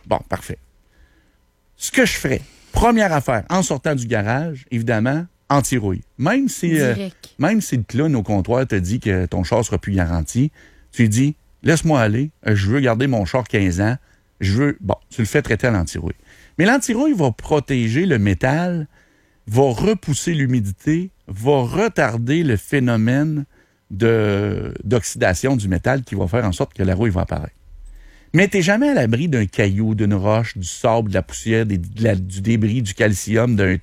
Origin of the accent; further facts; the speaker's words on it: Quebec City, Quebec, Canada; Saint-Émile, mon patelin, mon Oud.